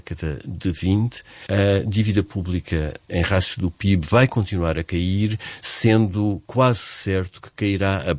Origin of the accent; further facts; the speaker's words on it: Portugal; sendo nós portugueses